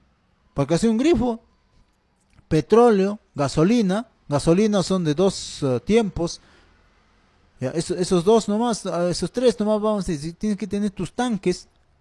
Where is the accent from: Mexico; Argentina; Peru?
Peru; Ricrán district, Junín; now in Pichanaki, Peru; En estos días he podido estar por mi pueblo natal, distrito de Ricrán